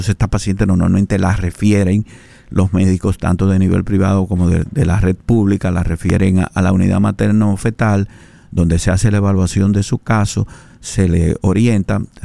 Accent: San Francisco de Macorís, Duarte, Dominican Republic; accent: Cibaeño; Somos dominicanos de pura cepa de San Francisco de Macorís.

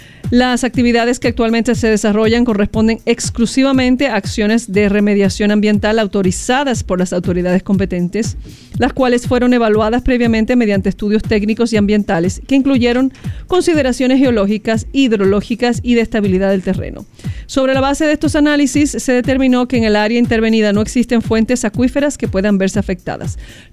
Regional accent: Dominican Republic; como somos nosotros los dominicanos.

